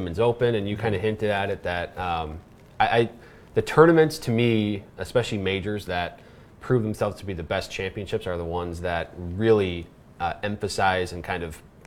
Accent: England, United Kingdom; As an Englishman

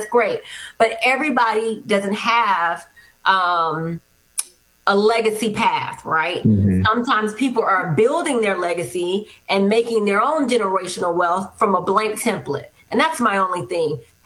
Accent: Miami, Florida, United States; Miami's my hometown.

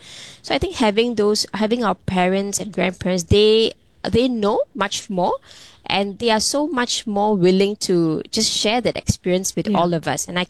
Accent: Singapore; I mean, as a Singaporean, right? You have your own identity, and of course, being an Indian Singaporean

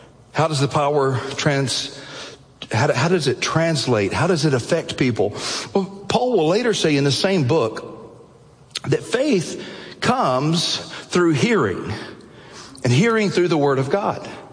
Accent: Alabama, United States; I was growing up in Alabama.

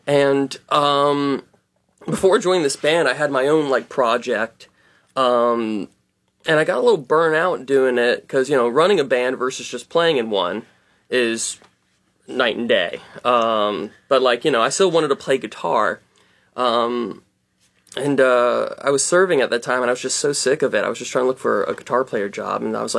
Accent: South Carolina, United States; Well, I come from County Pickens, South Carolina.

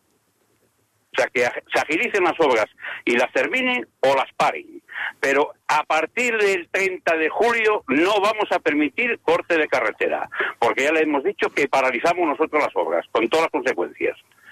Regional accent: Zamora, Castile and León, Spain; bueno, pues que me lo expliquen, será porque somos de Zamora, yo es que no lo entiendo.

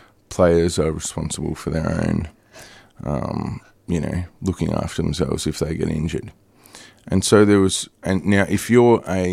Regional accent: Newcastle, New South Wales, Australia; moved away; growing up in Newcastle

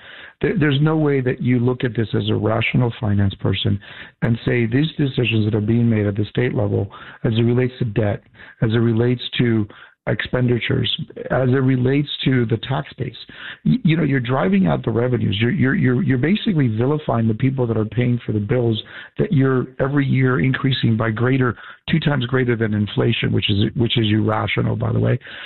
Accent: Cuba; now in United States; And I come from socialism. I come from Cuba. I know what evil looks like.

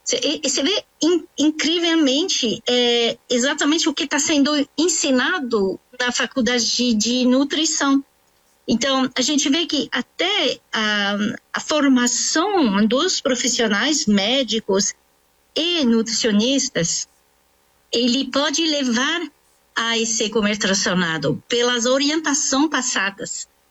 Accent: France; Portuguese is a second language; moved away as an adult; also born or lived in United States; now in Brazil; eu sou francesa, naturalizada no Brasil, agora sou brasileira, há 26 anos que eu estou no Brasil, e morei também 9 anos nos Estados Unidos.

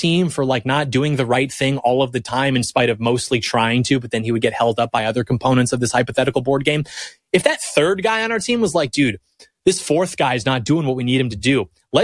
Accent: United States; I'm an American.

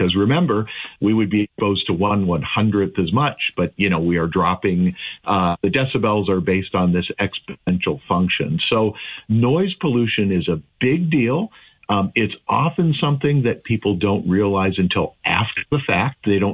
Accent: Ohio, United States; moved away; I'm originally from Northeastern Ohio. I think you knew that. And I still have, jointly owned with two of my brothers, a property in a small town right in the very northeastern corner of Ohio, right on Lake Erie

